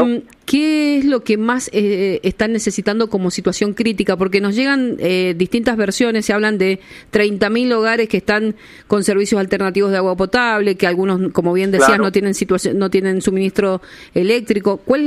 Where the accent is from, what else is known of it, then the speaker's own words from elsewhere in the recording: Mendoza, Argentina; a nosotros como mendocinos nos resuena mucho